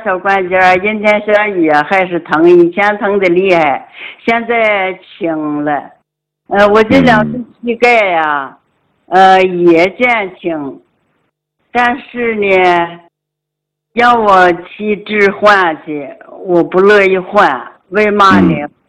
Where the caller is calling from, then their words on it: Jinghai, Tianjin, China; 我来自天津静海，